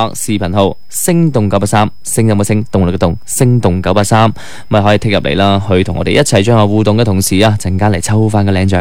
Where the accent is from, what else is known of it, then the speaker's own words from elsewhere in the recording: Guangdong, China; 我哋广东人